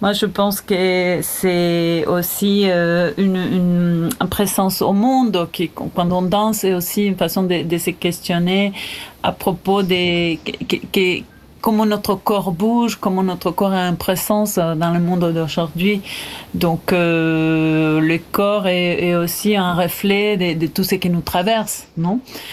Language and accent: French; Entre Ríos, Argentina; moved away as an adult; also born or lived in Córdoba, Argentina / Buenos Aires, Argentina; now in France; je peux dire que je suis née à Cordoba. Après, j'ai grandi plus en Entre Ríos, justement du côté de l'Uruguay